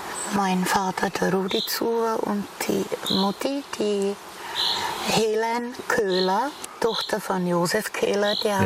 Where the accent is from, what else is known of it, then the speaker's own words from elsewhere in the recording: Aš, Karlovy Vary Region, Czechia; So bin ich in Asch geboren.